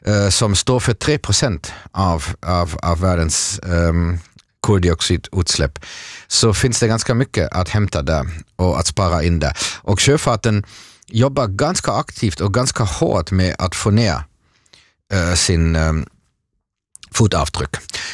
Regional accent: Mönchengladbach, North Rhine-Westphalia, Germany; moved away; Jag har ju vuxit upp där och tillbringar min barndom

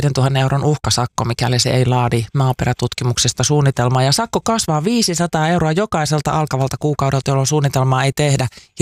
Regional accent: Northern Ostrobothnia / Kainuu, Finland; moved away; vaikka sieltä Oulu-Kainuun seudulta olen kotoisin, en ole koskaan käynyt Hailuodossa.

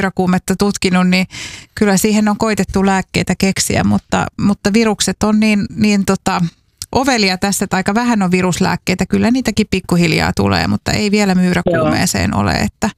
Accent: Central Finland, Finland; Mä oon siis itsekin Keski-Suomesta kotoisin ja siellä kyllä riittää näitä zoonooseja.

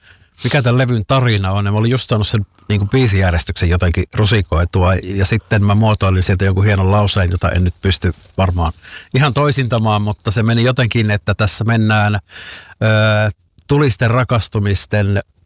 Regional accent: Joensuu, North Karelia, Finland; also born or lived in Helsinki / Espoo; now in Turku, Finland; Mä oon siis Joensuusta lähtöisin sieltä Helsinkiin, sieltä Espoossa ja nyt Turkuun

